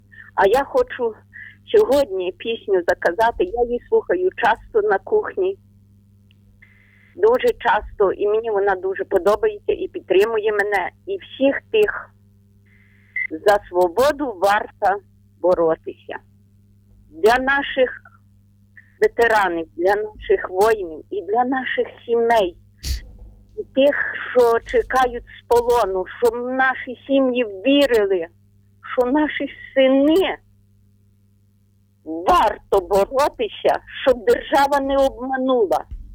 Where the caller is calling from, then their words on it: Ternopil Oblast, Ukraine; Доброго підвечірка, нас так кажуть. Я з України. Ми з України. Тернопільщина.